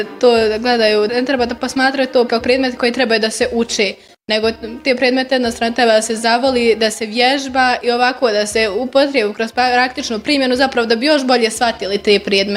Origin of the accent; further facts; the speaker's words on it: Tuzla, Tuzla Canton, Bosnia & Herzegovina; dolazim iz Tuzle, pohađam srednju školu Richmond Park